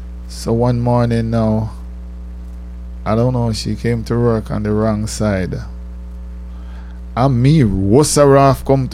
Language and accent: English; Jamaica; moved away as an adult; it's because I'm Jamaican. Yeah, I know you all believe that I come on this banana boat, but let me tell you something. I came on a plane to this country.